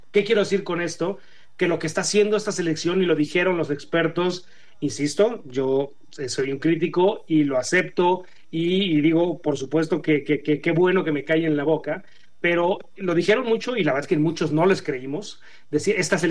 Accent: Mexico; esa unificación como país, como mexicanos

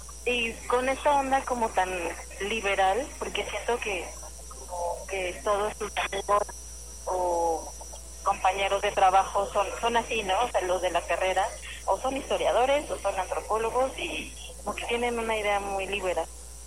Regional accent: Benito Juárez, Mexico City, Mexico; 38 años y de la alcaldía Benito Juárez.

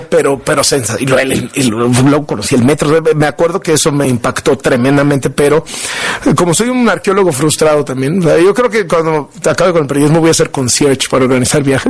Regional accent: Mérida, Yucatán, Mexico; Sí, a mi tierra, Mérida.

